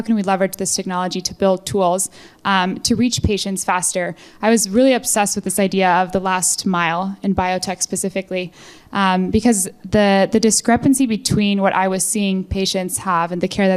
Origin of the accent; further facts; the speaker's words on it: Mexico; moved away; I grew up in Mexico. My grandmother started the first maternal hospital in Mexico, and so I grew up basically in her clinics